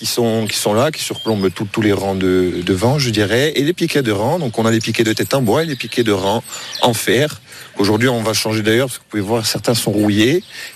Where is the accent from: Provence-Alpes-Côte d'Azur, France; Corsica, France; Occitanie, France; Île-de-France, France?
Corsica, France; Oletta; Alors nous … on vient tous d'Aulette. On habite là depuis toujours. Moi, je suis né ici. Mon père est né ici. Il est né dans la maison dans laquelle j'habite d'ailleurs.